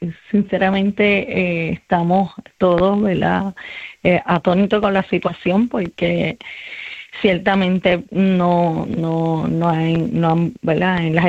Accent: Santa Isabel, Puerto Rico; Aprovecho para hacerme, ¿verdad?, eco de una noticia que dio de mi pueblo de Santa Isabel

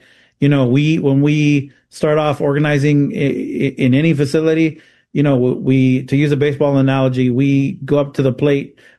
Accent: El Paso, Texas, United States

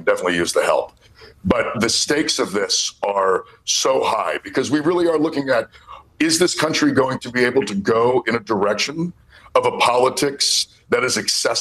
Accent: Maine, United States; We do not talk about the fact that I know someone in my hometown here who works three jobs and pays over 60% of her monthly income in rent.

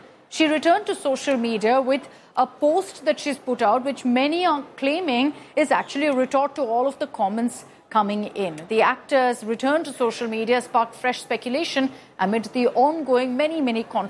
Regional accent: South India, India; accent: South Indian; now in Delhi, India; As a South Indian living in Delhi, I get called all kinds of things. I get called a Madrasi. I'm mocked for what is known as my South Indian accent.

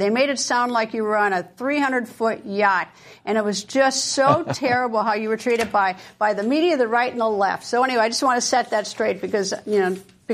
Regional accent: Wisconsin, United States; we have Francesca Hong in my home state who seems to be on her road to getting her nomination.

